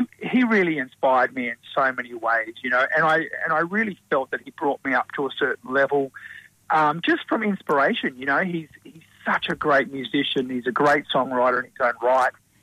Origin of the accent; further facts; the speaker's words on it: Launceston, Tasmania, Australia; moved away; also born or lived in Melbourne; I was born in Launceston. I was born and raised there.